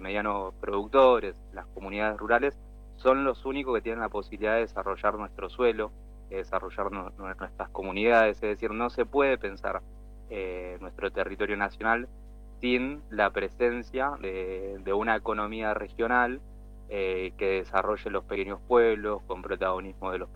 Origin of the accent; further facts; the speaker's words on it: Mar del Plata, Buenos Aires Province, Argentina; Yo soy de Mar del Plata, por ejemplo, la zona de Chapadmalal, pero también recorro los campos de Balcarce, Mechongué, Miramar